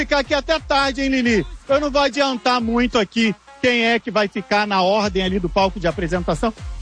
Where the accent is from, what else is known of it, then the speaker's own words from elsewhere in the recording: Cabo Frio, Rio de Janeiro, Brazil; Cabo Frio é a minha cidade, sabia? Região dos Lagos